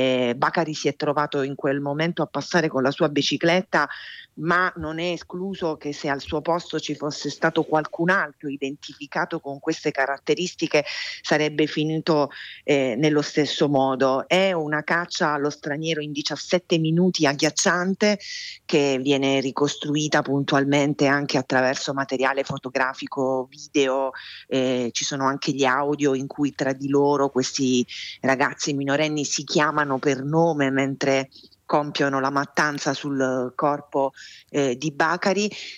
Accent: Taranto, Apulia, Italy; Io sono tarantina, conosco quei vicoli e conosco la geografia di una città che però non è tanto diversa dal resto d'Italia.

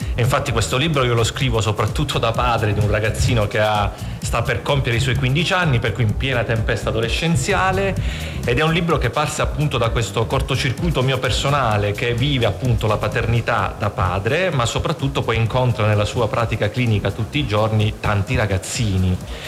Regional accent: Southern Italy, Italy

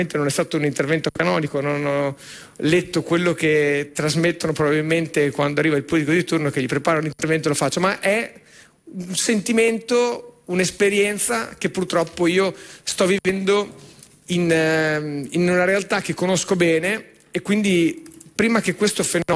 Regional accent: Emilia-Romagna, Italy; Io vengo dalla Romagna, dalla mia Romagna

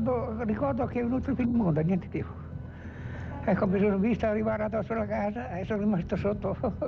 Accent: Magnano in Riviera, Friuli-Venezia Giulia, Italy; Da Magnano in Riviera.

